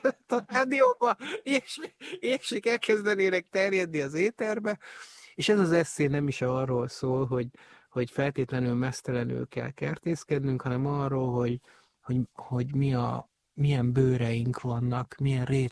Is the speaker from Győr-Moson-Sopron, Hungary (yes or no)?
yes; Abda, Győr-Moson-Sopron, Hungary; moved away; Vidéken nőttem fel egy kis faluban, Dunántúlon, Abdán, Győr mellett